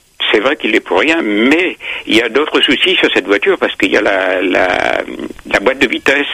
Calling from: Bourgogne-Franche-Comté, France; Eh bien, près de Mâcon.

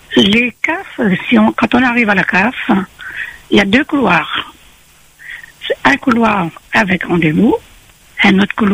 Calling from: Nantes, Pays de la Loire, France; Je vous appelle de Nantes.

